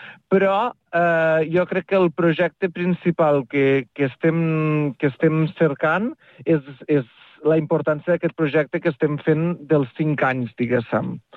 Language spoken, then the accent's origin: Catalan; Mollerussa, Catalonia, Spain; el meu poble i jo tinc molta estima al meu poble i a la meva gent i a la meva terra d'aquí